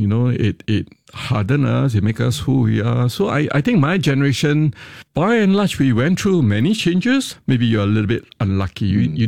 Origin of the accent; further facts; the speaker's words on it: Singapore; born there; people of my vintage appreciate growing up in Singapore.